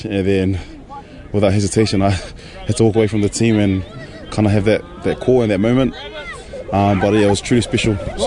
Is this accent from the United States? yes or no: no; New Zealand; Like every other kid growing up in New Zealand